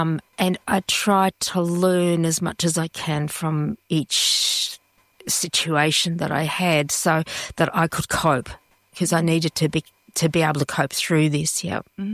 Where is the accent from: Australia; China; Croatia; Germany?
Australia; Western Australia; born there; English is a second language; also born or lived in Jordan; I was born overseas in the Middle East in Jordan, and I came out to Australia when I was a little girl of eight.